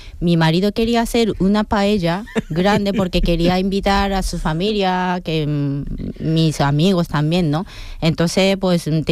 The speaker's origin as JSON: {"language": "Spanish", "country": "Japan", "second_language": "Spanish", "moved": "as an adult", "lives_now": "Spain", "said": "Pero nacionalidad japonesa"}